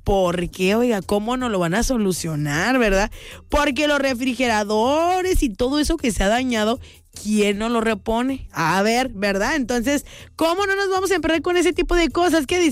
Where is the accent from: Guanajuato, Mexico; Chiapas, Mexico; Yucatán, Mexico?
Guanajuato, Mexico; moved away; Soy nacida en Guanajuato, ¿verdad? Ahí nacida y ahí crecida